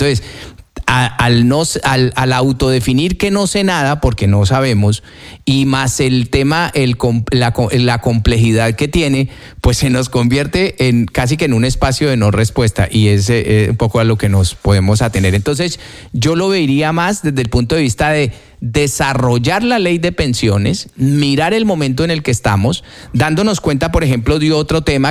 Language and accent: Spanish; Colombia; moved away; estar cotizando como colombiano en el exterior. Otra cosa es uno haber dejado eso allá tirado, como me pasó a mí cuando yo me fui